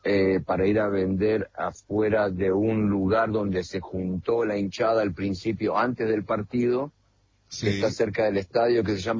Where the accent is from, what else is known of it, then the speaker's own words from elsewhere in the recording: Argentina; Hoy somos todos Argentina, yo me encuentro con hinchas de Vélez, con hinchas de River, hablamos de todo un poco